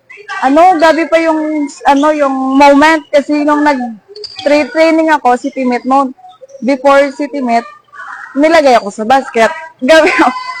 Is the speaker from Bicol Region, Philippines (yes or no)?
no; Iloilo City, Western Visayas, Philippines; Taga-Iloilo kami, si Amy, taga-Pututan. Bali kami yung taga-city, siya yung province.